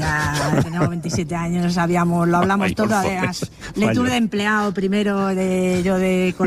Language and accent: Spanish; Madrid, Community of Madrid, Spain; born there; Nacida en Madrid. Chamberí.